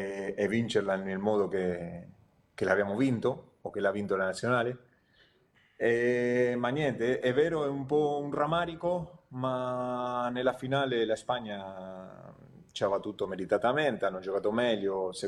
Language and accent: Italian; Argentina; noi gli argentini